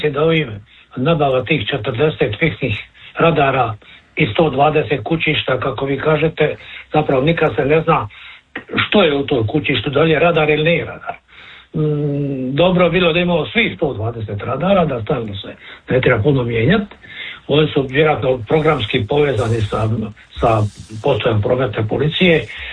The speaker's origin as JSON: {"language": "Croatian", "town": "Split", "region": "Split-Dalmatia County", "country": "Croatia", "said": "kod nas u Splitu"}